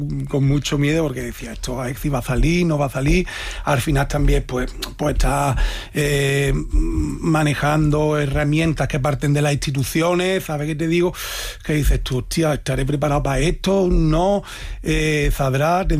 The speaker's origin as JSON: {"language": "Spanish", "town": "Algodonales", "region": "Andalusia", "country": "Spain", "tie": "born or raised there", "said": "es mi pueblo, es donde yo nací. Algodonales, está la Sierra de Cádiz, además un pueblo muy bonito, una comarca muy bonita, a nivel de naturaleza, a nivel de gastronomía."}